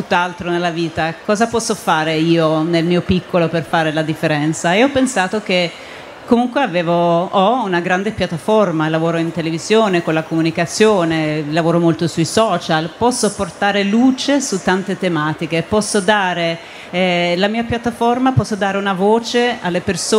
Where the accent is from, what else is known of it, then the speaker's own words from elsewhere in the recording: Sweden; moved away; Io appunto vengo dalla Svezia